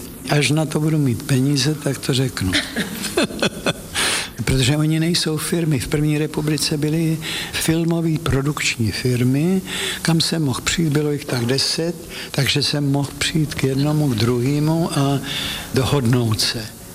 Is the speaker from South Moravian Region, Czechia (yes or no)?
yes; Brno, South Moravian Region, Czechia; moved away as an adult; also born or lived in Hradec Králové; now in Prague, Czechia; v Brně jsem vyrost, ovšem to bylo tak malý město, že bych tam film neexistoval